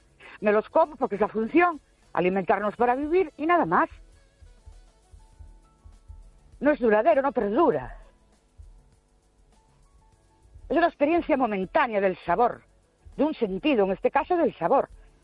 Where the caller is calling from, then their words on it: Ourense, Galicia, Spain; de Ourense.